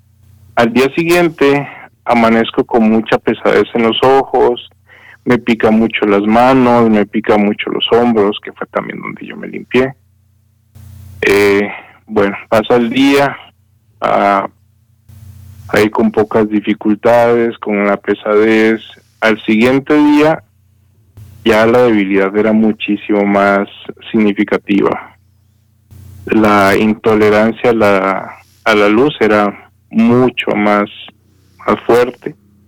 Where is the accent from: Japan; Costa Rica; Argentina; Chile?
Costa Rica; San José; moved away as an adult; now in Guadalajara, Mexico; soy de Costa Rica, la ciudad de San José. Tengo 35 años y me vine aquí a Guadalajara ya hace poquito más de 5 años.